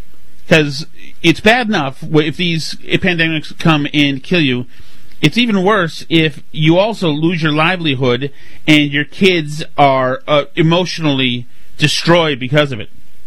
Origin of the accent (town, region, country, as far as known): Winchester, Massachusetts, United States; now in Newburyport, United States